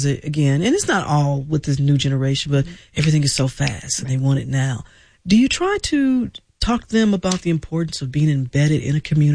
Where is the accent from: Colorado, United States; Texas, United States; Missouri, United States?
Missouri, United States; St. Louis; I grew up in St. Louis, where we used to get the St. Louis Argus.